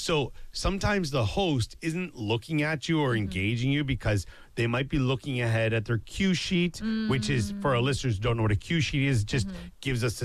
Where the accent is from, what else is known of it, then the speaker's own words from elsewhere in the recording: Canada; I think as a Canadian